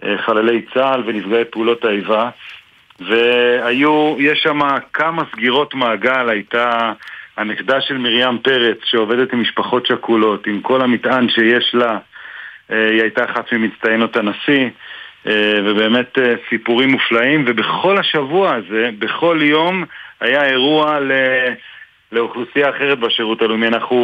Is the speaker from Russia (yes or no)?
no; Beit El, West Bank, Palestine; אבל אני בן בית אל בילדותי, ואחד מילדי בית אל